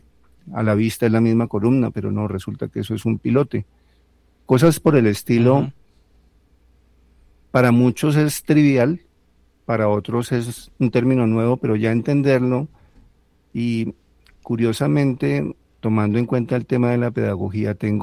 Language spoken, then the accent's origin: Spanish; Bogotá, Bogotá D.C., Colombia